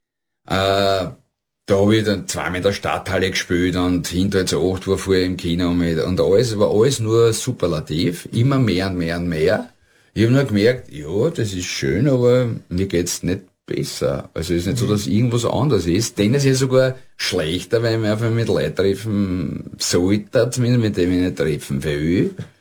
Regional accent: Vienna, Austria; Ich bin in Favoriten aufgewachsen, habe Maschinenbau gelernt, bin Motorrad gefahren

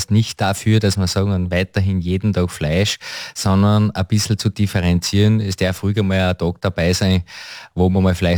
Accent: Austria; Ist ja bei uns in Österreich auch ein großes Thema.

